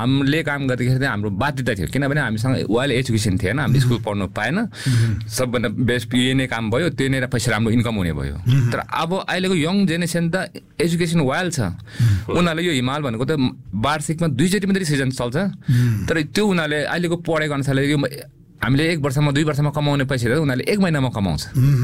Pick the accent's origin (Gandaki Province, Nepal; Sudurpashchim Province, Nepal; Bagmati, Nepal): Bagmati, Nepal; Dolakha district; तर 2006 भन्दा अगाडि म गाउँमा रलबालिङ गाउँमै बसेँ. मेरो गाउँ चाहिँ रलबालिङ गाउँ, 4200 पर्छ एल्टिट्युडमा, दोलखा जिल्लामा पर्छ, दोलखा जिल्लामा पर्छ.